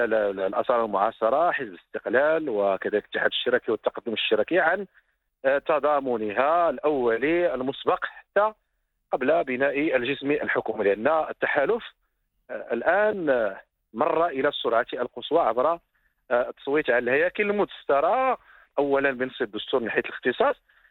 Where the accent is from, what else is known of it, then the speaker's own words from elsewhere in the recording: Morocco; نحن مغاربة ونعيش